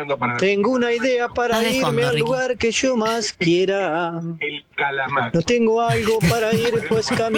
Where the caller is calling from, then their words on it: Ramos Mejía, Buenos Aires Province, Argentina; de Ramos.